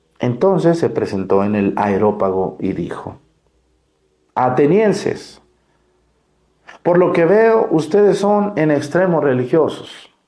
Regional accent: Mexticacán, Jalisco, Mexico; allá en mi pueblo, en Mesticacán, unas personas pues me ayudaron

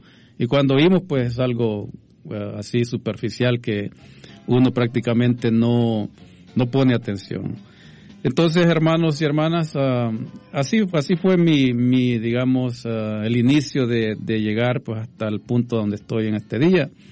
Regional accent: Cuscatlán, El Salvador; moved away as an adult; soy salvadoreño, vengo de un cantón, no decir que vengo de un pueblo de la ciudad, porque no es así, ¿verdad? Vengo de un cantón que se llama El Espinal, en el departamento de Cuscatlán.

